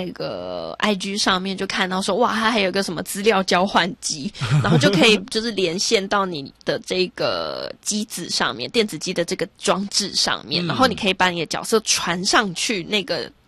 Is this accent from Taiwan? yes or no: yes; Taiwan; 可是我身为一个台湾人竟然现在才认识它哦